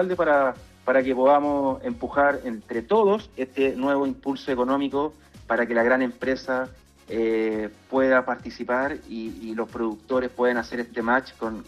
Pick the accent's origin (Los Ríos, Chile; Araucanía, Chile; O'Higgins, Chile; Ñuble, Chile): O'Higgins, Chile; San Vicente de Tagua Tagua; Así es, somos un grupo de San Vicentanos.